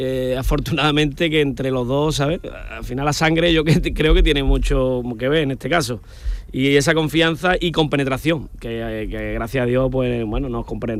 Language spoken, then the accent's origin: Spanish; Rincón de la Victoria, Andalusia, Spain; porque nosotros somos de aquí, de Rincón de la Victoria, claro. de Málaga, un pueblo marinero